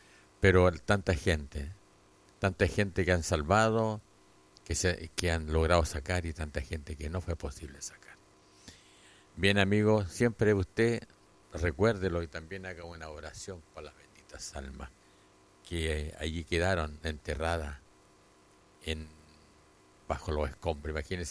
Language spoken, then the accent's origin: Spanish; Chile; ya como chilenos, como país